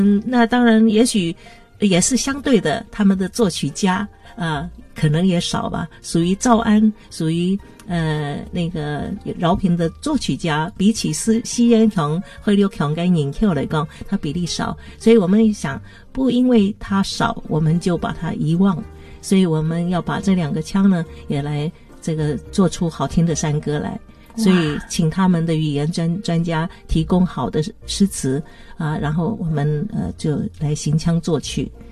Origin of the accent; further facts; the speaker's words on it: Taiwan; accent: Hakka Hailu; 这是我的海陆腔，对不对？